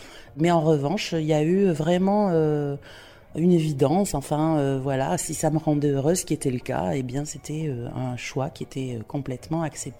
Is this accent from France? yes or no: yes; Nouvelle-Aquitaine, France; je viens de Gironde, de l'Entre-deux-Mers, qui est un territoire entre Garonne et Dordogne